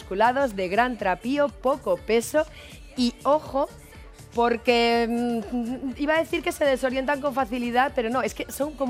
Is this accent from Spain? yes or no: yes; Sanabria, Castile and León, Spain; unos de mi pueblo, por cierto, de Sanabria